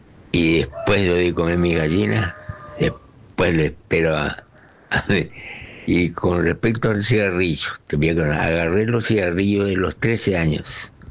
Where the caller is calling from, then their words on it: Clorinda, Formosa, Argentina; soy de Clorinda, Formosa